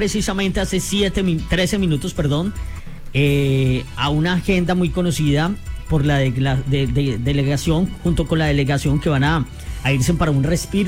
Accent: Colombia

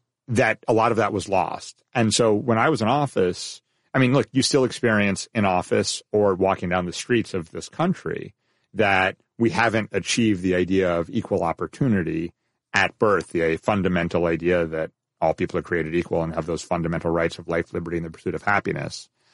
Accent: New York City, New York, United States; But I grew up in New York City, lifelong New Yorker.

